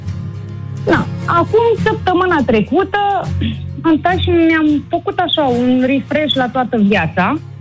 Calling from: Pitești, Argeș, Romania; Din Pitești, dragilor.

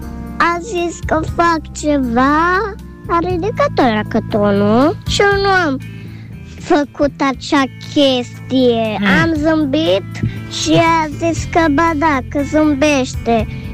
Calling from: Iași, Iași County, Romania; din Iași, am 6 ani

